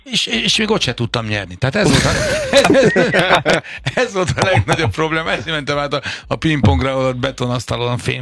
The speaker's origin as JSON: {"language": "Hungarian", "region": "Budapest", "country": "Hungary", "tie": "born or raised there", "said": "a 11. kerületben én felnőttem"}